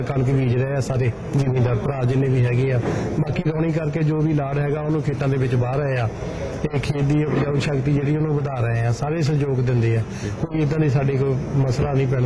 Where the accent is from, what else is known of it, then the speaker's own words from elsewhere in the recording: Mehmadpur, Punjab, India; ਮੇਰਾ ਪਿੰਡ ਮਹਿਮਦਪੁਰ ਮੈਂ ਸਰਪੰਚ ਮਹਿਮਦਪੁਰ ਤੋਂ